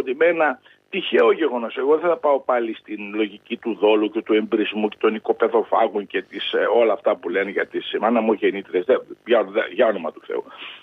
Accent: Drama, Eastern Macedonia and Thrace, Greece; Κοιτάξτε, εγώ είμαι από τη Δράμα

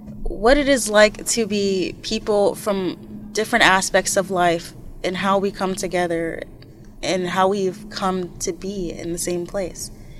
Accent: United States; born there; And I'm a high school student at City High, and although I was born in the United States

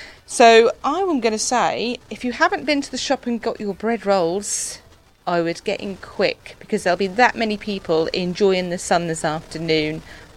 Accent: England, United Kingdom; We are very English, aren't we?

